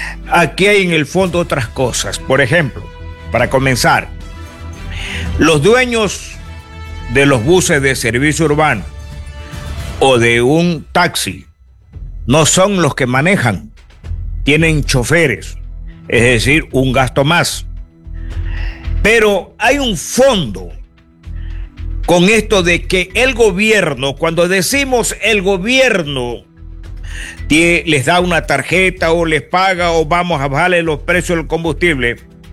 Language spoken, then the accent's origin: Spanish; Ecuador; Somos nosotros los ecuatorianos.